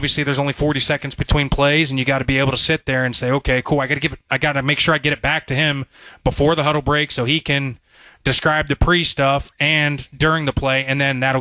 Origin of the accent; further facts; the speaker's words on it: Pittsburgh, Pennsylvania, United States; I grew up in Pittsburgh